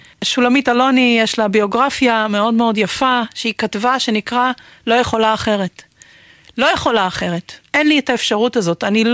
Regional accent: South Africa; now in Israel; אני גדלתי בבתי כנסת שבהם לאישה אסור היה לגעת בספר תורה. ואני זוכרת שישבתי בבית הכנסת בדרום אפריקה בתור ילדה.

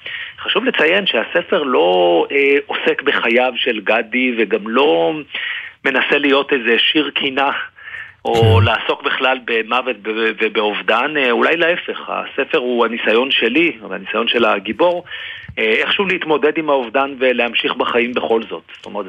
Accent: Jerusalem, Jerusalem District, Israel; גדלנו יחד בירושלים

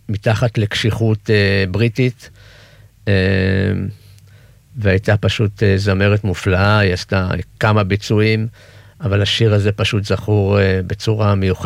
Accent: Tel Aviv, Tel Aviv District, Israel; גדלנו בדרום תל אביב, באזור שכונת יד אליהו. לא אנשים עם הרבה מאוד אמצעים, אבל היה בבית המון המון אהבה

